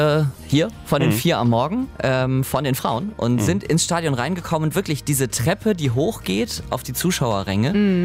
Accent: Bremen, Germany; Mich als Bremer macht das auf jeden Fall sehr, sehr, sehr emotional.

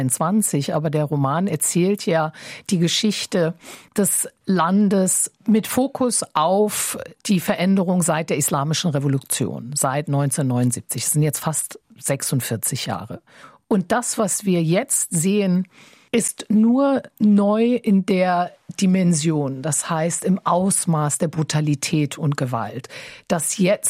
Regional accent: Wiesbaden, Hesse, Germany; moved away as an adult; now in France; Ich bin zum Beispiel in Wiesbaden groß geworden und ich lebe jetzt seit über 20 Jahren in Frankreich. Aber wenn ich nach Hessen komme, verspüre ich sofort eine Verbundenheit.

